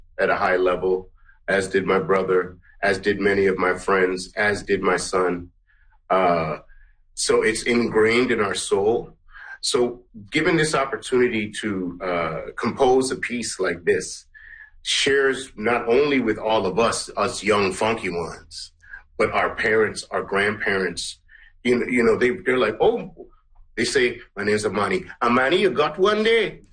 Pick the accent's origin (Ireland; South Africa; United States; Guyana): Guyana; now in Canada; I'm from Guyana, so … I'm mixed.